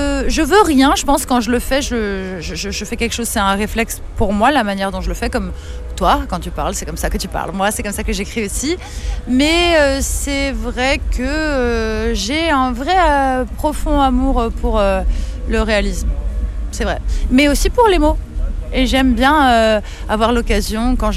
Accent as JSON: {"language": "French", "town": "Grasse", "region": "Provence-Alpes-Côte d'Azur", "country": "France", "tie": "born or raised there", "moved": "as an adult", "lives_now": "Paris, France", "said": "J'ai grandi là-bas. Maintenant, je suis à Paris. Parce qu'on n'a rien sans rien. Mais ouais, j'ai grandi dans le sud."}